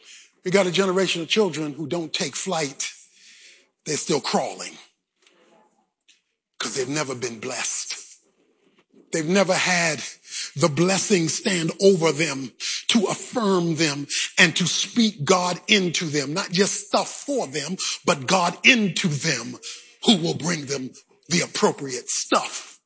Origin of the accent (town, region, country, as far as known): Baltimore, Maryland, United States; born or raised there